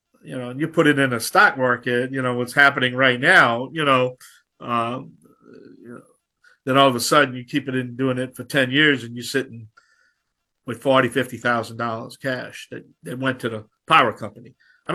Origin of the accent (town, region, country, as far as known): Louisiana, United States